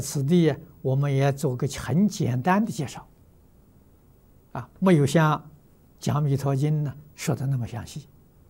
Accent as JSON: {"language": "Chinese", "country": "China", "said": "80岁圆寂是我们中国人讲的虚岁。"}